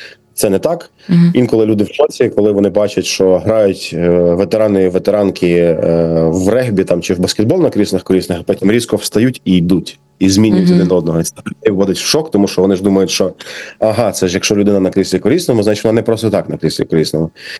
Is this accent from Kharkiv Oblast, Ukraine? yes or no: yes; Kharkiv, Kharkiv Oblast, Ukraine; Ми, харків'яни, точно є у Львові.